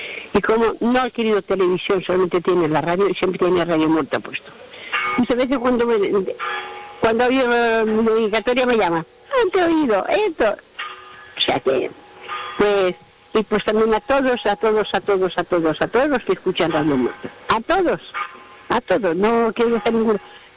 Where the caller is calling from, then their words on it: Palma, Balearic Islands, Spain; Hola, mami. … de Palma.